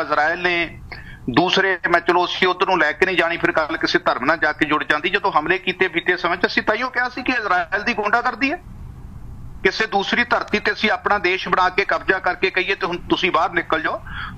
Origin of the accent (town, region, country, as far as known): Punjab, India